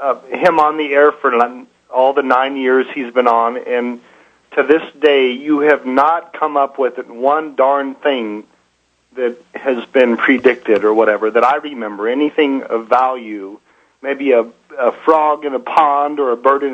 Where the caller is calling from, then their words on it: Phoenix, Arizona, United States; I'm from Phoenix.